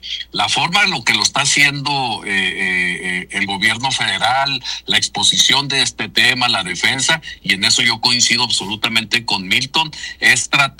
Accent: Mexico; nosotros como mexicanos

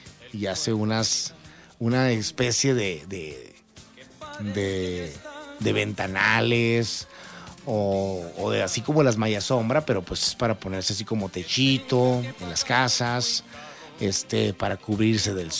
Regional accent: Navojoa, Sonora, Mexico; moved away; allá en mi tierra, en Navojoa, Sonora

